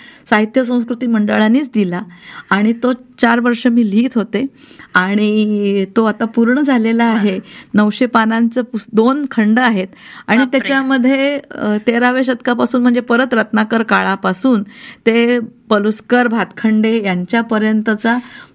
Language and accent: Marathi; Maharashtra, India; तर मग मी आहे मूळची तिथलीच.